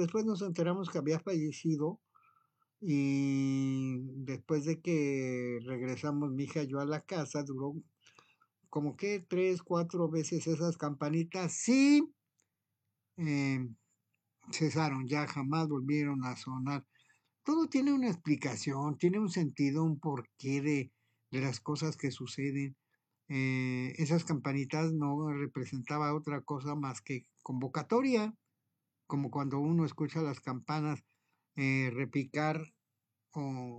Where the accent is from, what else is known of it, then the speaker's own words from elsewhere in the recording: Mexico; soy mexicano, I am Mexican, y pues no domino el inglés.